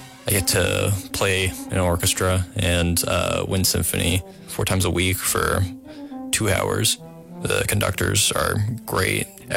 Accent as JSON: {"language": "English", "town": "Trenton", "region": "Maine", "country": "United States", "tie": "born or raised there", "said": "growing up in Maine, it's incredible. It's gorgeous there. There's a huge amount of just natural wildlife. I live right outside of Acadia National Park."}